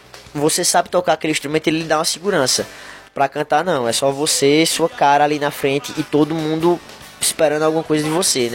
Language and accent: Portuguese; Northeast Region, Brazil; accent: nordestino; cantar com o nosso sotaque cheio de aquele sotaque nordestino puxadão mesmo